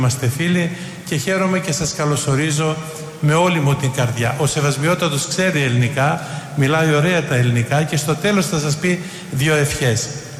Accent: Florina, Western Macedonia, Greece; την πατρίδα μου την Φλόρινα

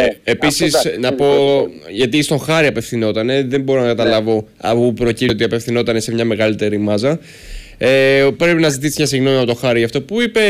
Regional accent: Edessa, Central Macedonia, Greece; εγώ κατάγομαι από την Έδεσα που είναι δίπλα στη Θεσσαλονίκη

